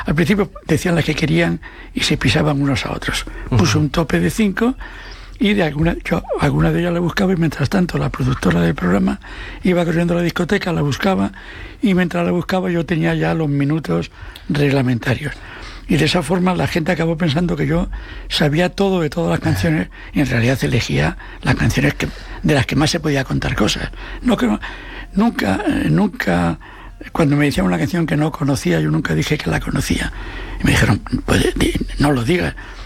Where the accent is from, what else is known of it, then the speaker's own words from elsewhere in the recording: Asturias, Spain; Como yo soy asturiano, digo, ¿de dónde?